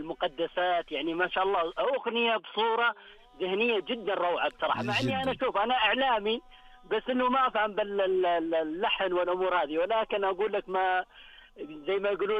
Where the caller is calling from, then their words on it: Riyadh, Riyadh Province, Saudi Arabia; أكلمك أنا من الرياض.